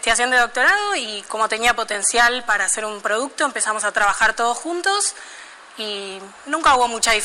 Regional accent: Buenos Aires, Argentina; Yo soy de Buenos Aires.

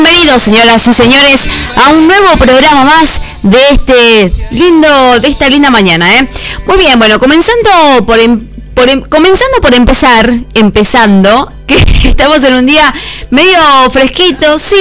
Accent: Argentina; con el corazón en Argentina, porque somos argentinos

